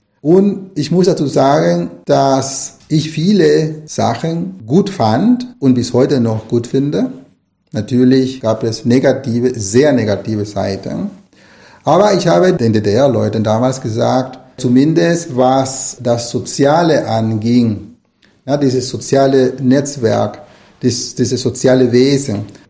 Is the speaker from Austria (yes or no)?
no; Nicaragua; moved away as an adult; now in Germany; Ich bin im Kapitalismus aufgewachsen, in Nicaragua. Ich bin unter einer Diktatur aufgewachsen, die von den USA wieder 1934 etabliert wurde.